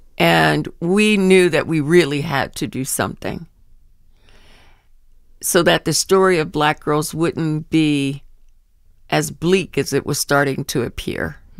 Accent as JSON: {"language": "English", "town": "Philadelphia", "region": "Pennsylvania", "country": "United States", "tie": "born or raised there", "said": "But it also represents a street song that I grew up with when I was in Philadelphia, when I grew up in Philadelphia."}